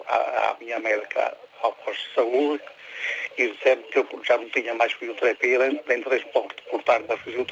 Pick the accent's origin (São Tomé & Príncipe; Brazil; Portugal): Portugal; Eu vou-lhe dizer, eu sempre vivi em Portugal, nasci em Portugal, a 23 de novembro de 47.